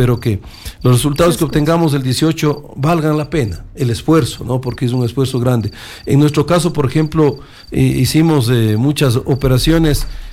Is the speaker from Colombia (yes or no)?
no; Ecuador; como ecuatoriano de bien